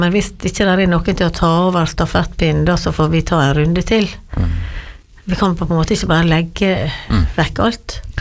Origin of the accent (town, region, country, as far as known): Giske, Møre og Romsdal, Norway; born there; also born or lived in Trondheim